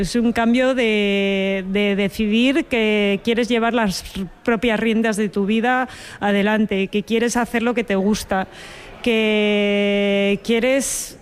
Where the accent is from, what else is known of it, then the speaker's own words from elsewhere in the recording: Valladolid, Castile and León, Spain; now in Becerril del Carpio, Spain; de Ecofungi y cultivo setas ecológicas de manera sostenible. Vivo actualmente en Becerril del Carpio, aunque soy una chica de ciudad de Valladolid